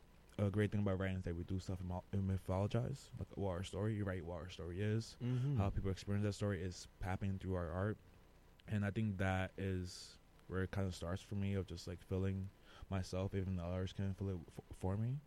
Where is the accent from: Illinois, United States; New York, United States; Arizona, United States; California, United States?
New York, United States; Bronx; I am a writer from the Bronx.